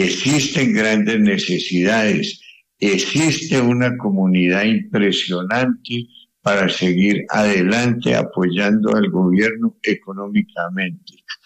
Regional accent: Colombia; Yo no soy ningún santo, yo soy un colombiano más

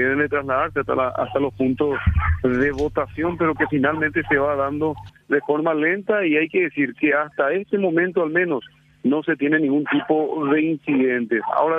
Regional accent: Fram, Itapúa, Paraguay; Y en Fram tenemos, por supuesto, una característica única. Ahí hay una mezcla de razas, de creencias.

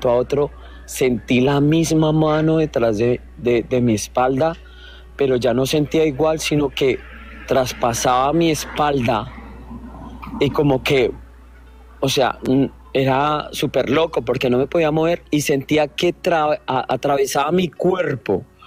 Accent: Bogotá, Colombia; Yo soy de Bogotá, de mi bella Bogotá, Colombia.

